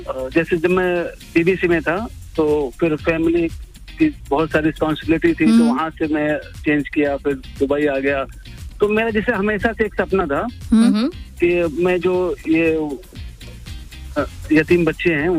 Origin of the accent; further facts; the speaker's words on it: Azamgarh, Uttar Pradesh, India; हम लोग आजमगढ़ से हैं तो वो बड़ी पोएट्री प्लेस है, सारे लोग वहाँ के बड़े बड़े शायर जैसे कैफी साहब आए और सकीन साहब हैं